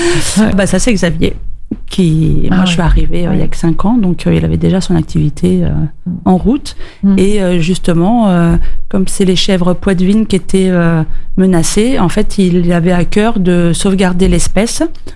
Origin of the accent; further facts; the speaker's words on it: Normandy, France; moved away as an adult; now in Dordogne, France; Voilà, moi, je suis originaire de l'Eure et ça fait 5 ans que je suis en Dordogne.